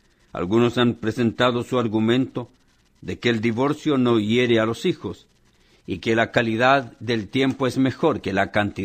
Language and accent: Spanish; Chile; en mi país, en Chile